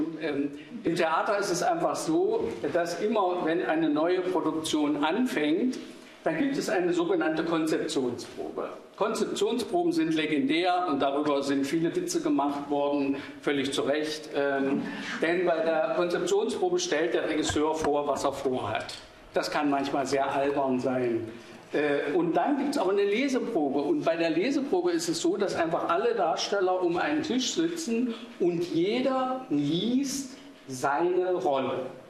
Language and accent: German; Dessau, Saxony-Anhalt, Germany; moved away; Ja, also wie Sie gehört haben, ich bin in Dessau geboren und auch aufgewachsen. Ich habe die Stadt verlassen, da hatte sie nur 100.000 Einwohner.